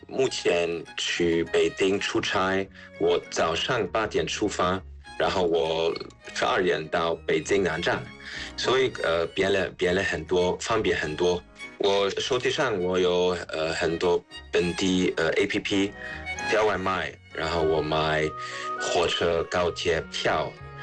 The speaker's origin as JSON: {"language": "Chinese", "country": "Germany", "second_language": "Chinese", "moved": "as an adult", "lives_now": "Shanghai, China", "said": "中国人觉得我们德国人最重要是尊师，"}